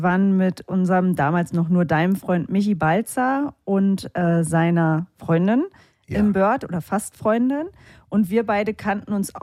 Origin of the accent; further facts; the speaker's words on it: East Germany, Germany; Nee, bei uns hatte man Schluckauf.